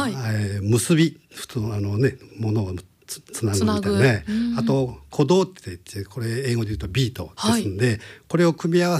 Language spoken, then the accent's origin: Japanese; Ishikawa, Japan; まあ、私の出身地なんですけど、